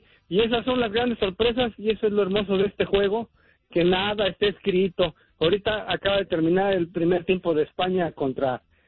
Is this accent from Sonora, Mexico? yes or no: no; Mexico City, Mexico; now in Tijuana, Mexico; he tenido oportunidad de estar en muchos lugares de mi querido México y siempre me han tratado muy bien, aunque sepan que soy chilango.